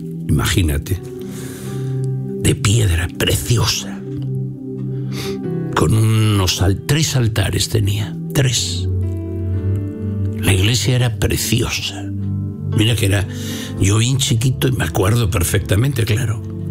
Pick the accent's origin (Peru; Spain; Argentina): Spain; Castile and León; en mi pueblo ya estaba la legión romana y estaban explotando los romanos las minas de oro que están a 8 kilómetros de mi pueblo, las médulas.